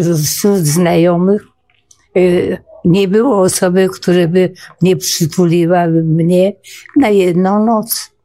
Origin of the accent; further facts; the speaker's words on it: Warsaw, Masovian Voivodeship, Poland; ja w ogóle mieszkałam, wychowywałam się w Cytadeli od urodzenia, z uwagi na to, że ojciec wojskowy.